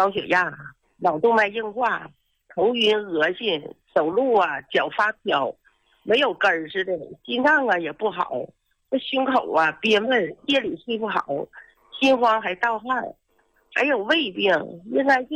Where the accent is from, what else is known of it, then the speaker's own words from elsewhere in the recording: Fushun, Liaoning, China; 我是辽宁抚顺的，今年66岁了。